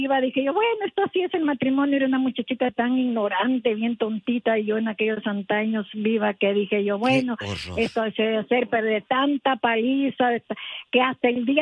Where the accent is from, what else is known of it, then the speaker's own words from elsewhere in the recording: El Salvador; nosotros somos de El Salvador